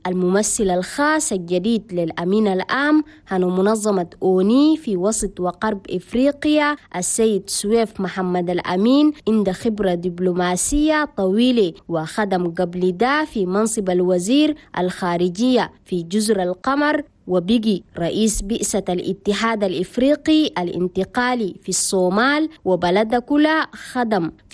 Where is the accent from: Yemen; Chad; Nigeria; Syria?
Chad